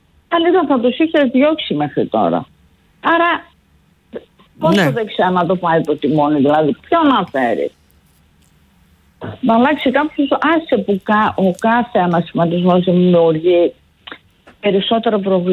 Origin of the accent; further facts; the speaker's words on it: Northern Greece, Greece; ειδικά εμένα που είμαι και από τη Βόρεια Ελλάδα